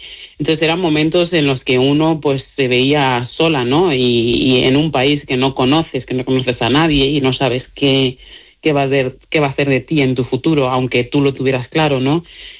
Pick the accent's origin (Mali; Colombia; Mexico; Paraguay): Mali; Spanish is a second language; now in Spain